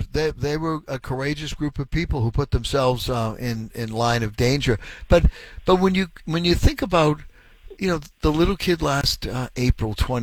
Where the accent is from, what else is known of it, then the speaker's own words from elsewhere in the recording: Boston, Massachusetts, United States; I grew up in Reedville, Hyde Park.